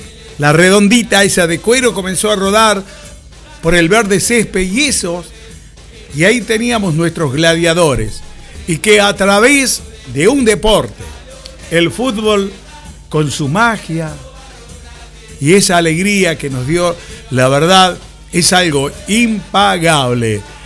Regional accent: Argentina; Nos sentimos más argentinos que nunca.

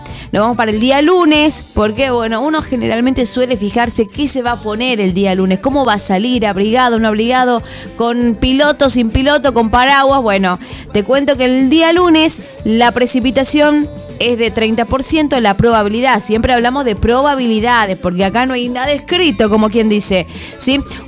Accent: Tucumán, Argentina; a mí me gusta que nosotros como tucumanos, como santiagueños también

